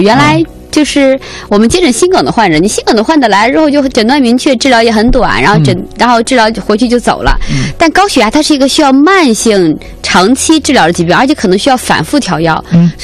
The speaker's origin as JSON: {"language": "Chinese", "region": "Northeast China", "country": "China", "said": "我们东北人"}